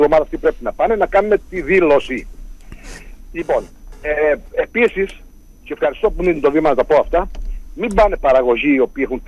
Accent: Crete, Greece; εγώ ως Έλληνας

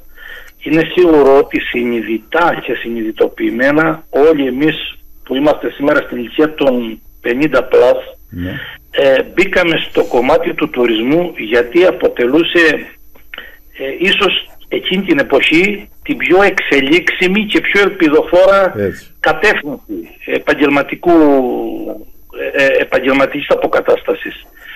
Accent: Greece; σαν Έλληνες πολίτες

